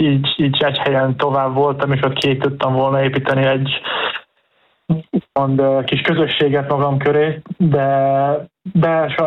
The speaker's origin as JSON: {"language": "Hungarian", "country": "Hungary", "said": "magyarok vagyunk"}